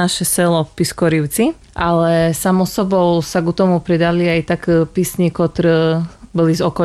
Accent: Prešov Region, Slovakia; za to, že ja pochodžam z Laberskoj doliny.

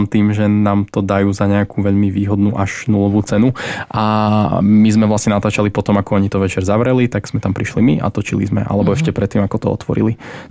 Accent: Michalovce, Košice Region, Slovakia; ja som z Michaloviec

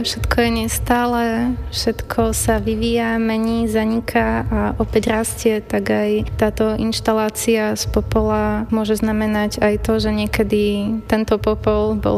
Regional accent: Košice, Košice Region, Slovakia; Pochádzam z Košíc a starých rodičov mám priamo z tej dediny, odkiaľ je všetok tento materiál.

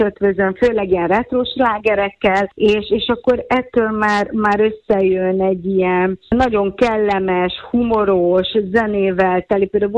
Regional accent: Békés, Hungary; moved away; Békésen nőttem föl

